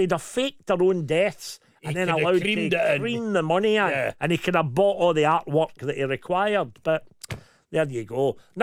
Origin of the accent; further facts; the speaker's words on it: Glasgow, Scotland, United Kingdom; accent: Glasgow; I can honestly say that listening to you both has helped Jim understand my Glasgow accent.